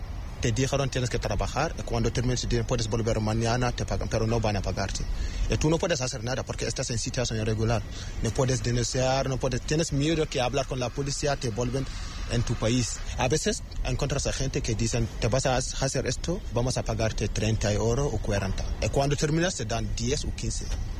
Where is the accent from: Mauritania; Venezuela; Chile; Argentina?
Mauritania; Spanish is a second language; moved away as an adult; now in Spain; soy mauritano y senegalés. Tengo 24 años. Llegué a España el 2 de marzo de 2025.